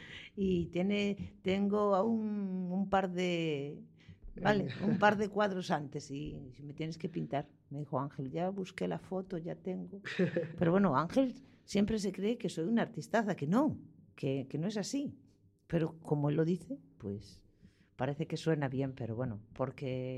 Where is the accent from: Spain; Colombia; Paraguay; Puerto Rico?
Spain; Órdenes, Galicia; born there